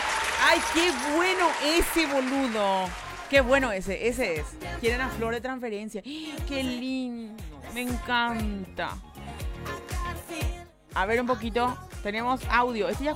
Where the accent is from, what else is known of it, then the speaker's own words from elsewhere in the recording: Paraguay; Es mi primer single. Soy paraguayo.